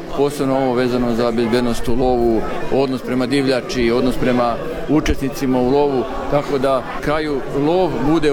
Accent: Novi Sad, Vojvodina, Serbia; Da, dolazim iz Novog Sada

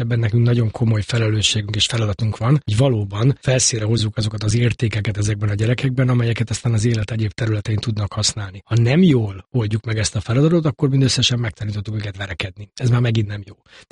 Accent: Budapest, Hungary; én a Pongrácz telepen nőttem fel 14 éves koromig, és aztán elköltöztünk egy steril környezetbe, Rákoskeresztúrra

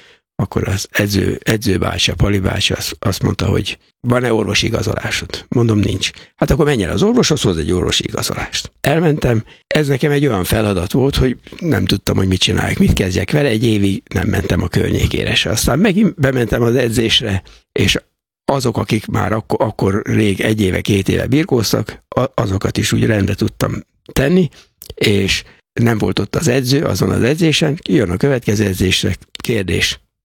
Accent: Tiszakécske, Bács-Kiskun, Hungary; also born or lived in Szolnok; Az elején az úgy kezdődött, hogy Szolnokon a kórházba születtem, de tiszakécskei vagyok, tehát a csak a kórházba

